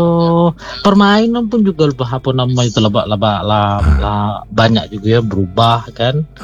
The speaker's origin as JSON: {"language": "Indonesian", "region": "Jambi", "country": "Indonesia", "tie": "born or raised there", "said": "saya lah apa namanya itu memang asli sini"}